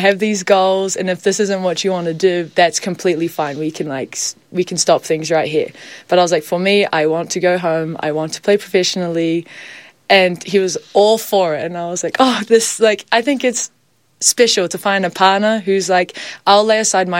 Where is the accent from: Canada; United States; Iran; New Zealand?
New Zealand; Hamilton, Waikato; We played in Hamilton, my hometown.